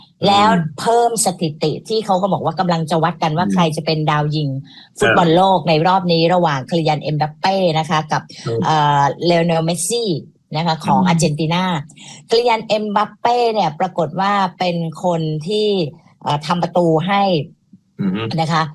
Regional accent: Bangkok, Thailand; ดิฉันเนี่ยคุ้นเคยกับวงเวียนใหญ่แล้วก็คลองสารแถวนั้นเนี่ยคือดิฉันเนี่ยเกิดและโตเส้นนั้นเลยดิฉันศิษย์เก่าโรงเรียนศึกษานารีด้วย

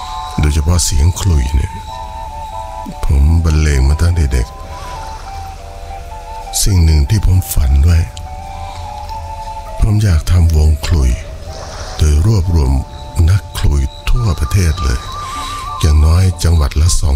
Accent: Sing Buri, Thailand; ในชีวิตผมตั้งแต่สมัยเด็กๆที่อยู่บ้านนอกที่อยู่สิงห์บุรี

